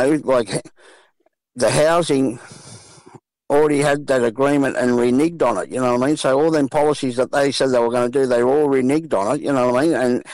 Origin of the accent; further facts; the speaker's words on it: Waterloo, New South Wales, Australia; Yeah, and you know, like just to see Waterloo, because I grew up in Raglan Street back in the day, and Auntie Ruby Langford would be across the road and do her speeches.